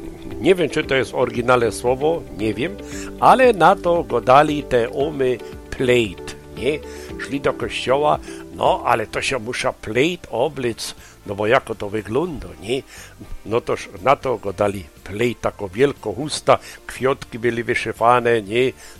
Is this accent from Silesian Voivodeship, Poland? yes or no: yes; Silesian Voivodeship, Poland